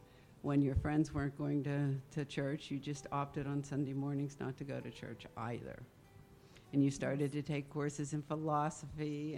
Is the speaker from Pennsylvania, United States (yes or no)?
yes; Pittsburgh, Pennsylvania, United States; moved away as an adult; now in Miami, United States; And I grew up in Pittsburgh. I was actually not Catholic. I grew up in a family that was Methodist, but my relatives were mostly Swedish and therefore Lutheran.